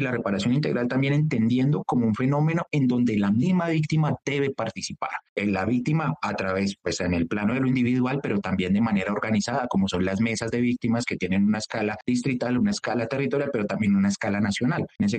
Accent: Colombia; a nosotros todos como colombianos y colombianas.

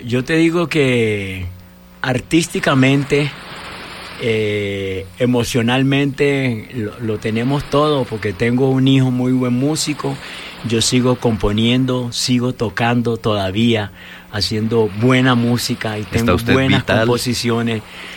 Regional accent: Chocó, Colombia; en mi región, en mi Chocó querido, que lo amo y lo quiero tanto.

